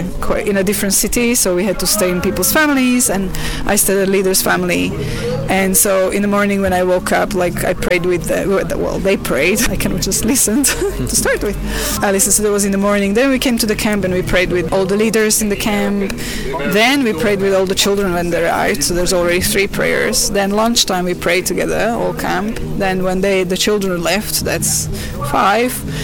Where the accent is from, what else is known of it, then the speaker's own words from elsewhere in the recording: Slovakia; moved away; My grandfather was a leader of Communist Party in the region because I'm from Slovakia, and when I was little, until about 8 or 9, there was still communism in Slovakia, Czechoslovakia then. So we were not believers.